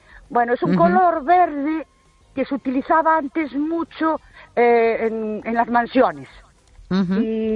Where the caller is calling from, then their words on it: Ourense, Galicia, Spain; Buenas noches … de Ourense.